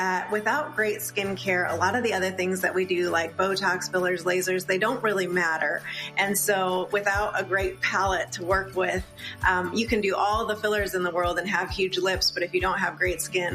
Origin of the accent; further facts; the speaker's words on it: San Diego, California, United States; I grew up in San Diego, and I didn't know how spoiled I was to grow up in a place like San Diego.